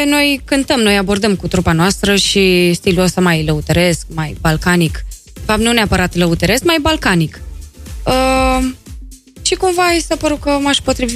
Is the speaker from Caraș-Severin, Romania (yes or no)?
no; Vulcan, Hunedoara County, Romania; Eu sunt din Vulcan, din Hunedoara, un oraș mai micuț.